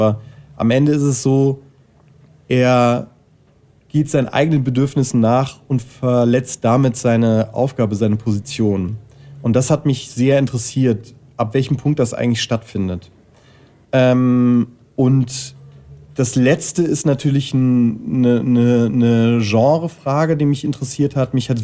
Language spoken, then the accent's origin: German; North Rhine-Westphalia, Germany; born there; moved away; Ich komme aus der Nähe von Neuss, das ist bei Düsseldorf, und da gibt es ein Globe-Festival und da war ich manchmal als Kind.